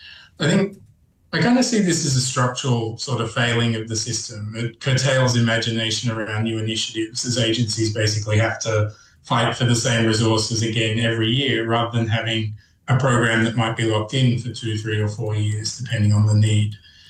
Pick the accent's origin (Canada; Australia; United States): Australia; I'm Australian, right?